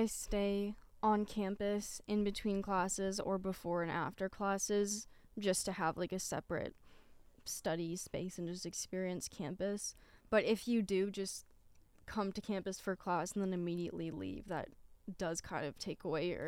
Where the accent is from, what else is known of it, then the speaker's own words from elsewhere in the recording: Santa Barbara, California, United States; moved away; First of all, we're from Santa Barbara. We both are, not just you.